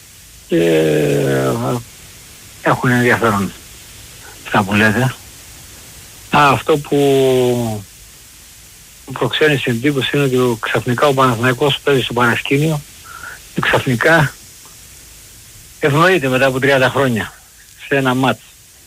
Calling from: Melissia, Attica, Greece; από τα Μελίσια.

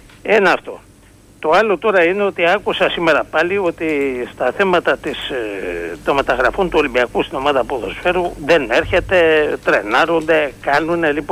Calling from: Piraeus, Attica, Greece; από Πειραιά.

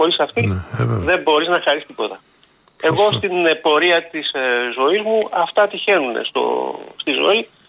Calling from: Greece; σαν Έλληνας πολίτης

